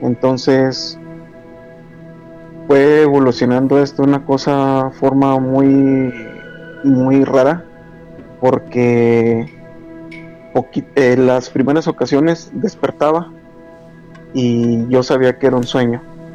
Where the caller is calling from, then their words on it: Ciudad Juárez, Chihuahua, Mexico; Desde Ciudad Juárez